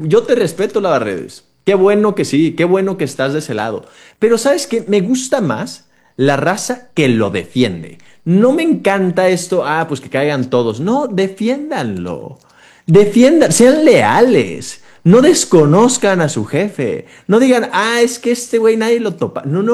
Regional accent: Mexico; Yo soy del pueblo de México, no hablo inglés

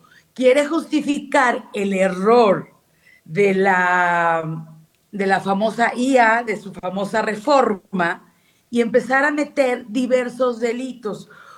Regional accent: San Luis Potosí, Mexico; si tú, por ejemplo, yo soy potosina, y tú criticas al gobierno de Ricardo Gallardo, y a mí se me ocurre como potosina compartirte

